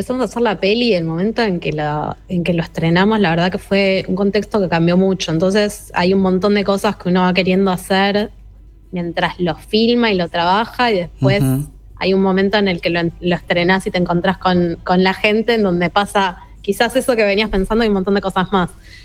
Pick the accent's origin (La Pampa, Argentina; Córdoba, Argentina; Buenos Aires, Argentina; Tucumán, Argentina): Buenos Aires, Argentina